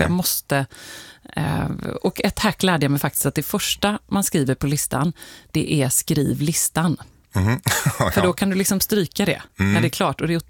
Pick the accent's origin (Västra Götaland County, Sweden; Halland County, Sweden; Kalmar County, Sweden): Västra Götaland County, Sweden; Gothenburg; moved away as an adult; Och jag är nog lite göteborgare fortfarande, trots att det är länge sedan jag bodde där.